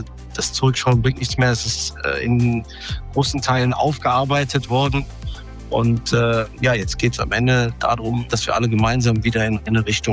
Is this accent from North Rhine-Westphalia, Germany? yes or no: yes; Aachen, North Rhine-Westphalia, Germany; born there; Ich bin gebürtig aus dem Rheinland in Aachen.